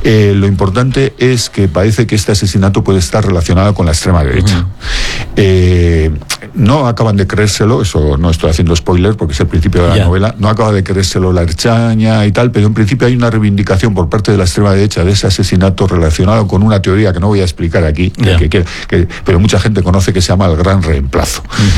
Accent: San Sebastián, Basque Country, Spain; soy donostiarra

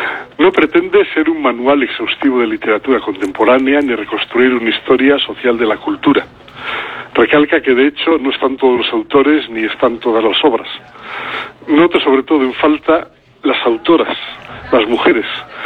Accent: Zaragoza, Aragon, Spain; born there; Nací en Zaragoza en 1944.

